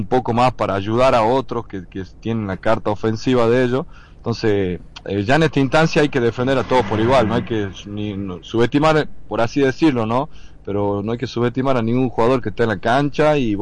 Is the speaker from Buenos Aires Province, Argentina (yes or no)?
no; Lules, Tucumán, Argentina; Yo soy de Lule y jugaba en Brown al fútbol.